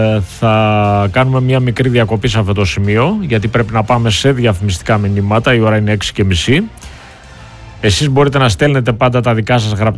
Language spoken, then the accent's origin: Greek; Greece